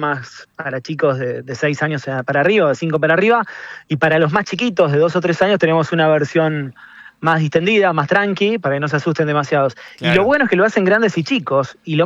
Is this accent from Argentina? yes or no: yes; Rosario, Santa Fe, Argentina; moved away as an adult; now in San Lorenzo, Argentina; Yo soy de Rosario, viví toda mi vida en Rosario, pero estoy viviendo ahora en la ciudad de San Lorenzo, la histórica ciudad de San Lorenzo, que está a 150 kilómetros de Paraná, claro, y a 30 de Rosario.